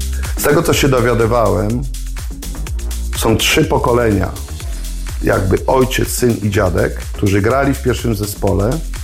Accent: Mirsk, Lower Silesian Voivodeship, Poland; also born or lived in Gryfów Śląski; Ja się urodziłem w Gryfowie Śląskim, bo ja nie jestem z Inowrocławia, naprzeciwko stadionu. W Mirsku mieszkałem na Dolnym Śląsku, w innej miejscowości, naprzeciwko stadionu.

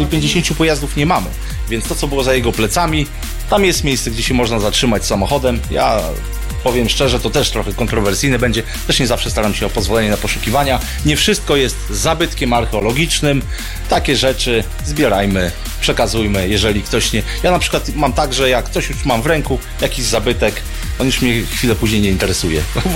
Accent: Ostróda, Warmian-Masurian Voivodeship, Poland; pochodzę z Ostródy.

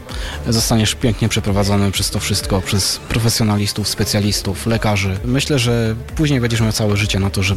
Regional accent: Ostrów Wielkopolski, Greater Poland Voivodeship, Poland; jestem z Ostrowa Wielkopolskiego, jestem dawcą nerki dla mojej córeczki.

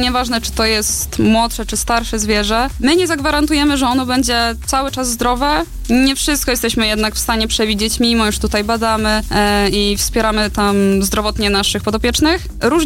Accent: Podlaskie Voivodeship, Poland; accent: Suwałki dialect; moved away as an adult; now in Toruń, Poland; Pochodzę z małej wsi na Suwalszczyźnie. Nie jest to Podlasie, jest to województwo podlaskie, ale nie zaciągam gwaru taką typowo podlaską. Miałam swoją taką suwalską, czego już nie słychać. Przyjechałam tutaj na studia

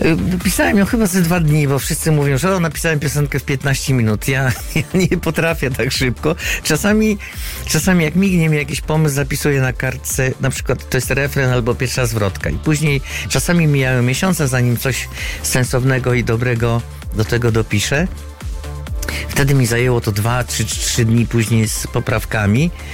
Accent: Węgorzewo, Warmian-Masurian Voivodeship, Poland; born there; now in Olsztyn, Poland

